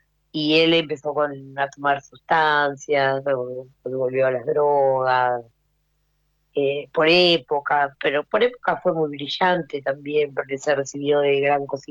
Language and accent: Spanish; Buenos Aires, Argentina; born there; Yo nací en Capital, en Palermo, nací en el Temic.